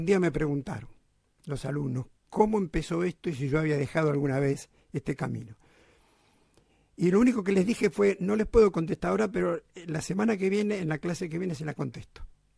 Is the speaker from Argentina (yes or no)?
yes; La Boca, Buenos Aires, Argentina; born there; yo nací en La Boca, la calle Ayola 461, en la República de La Boca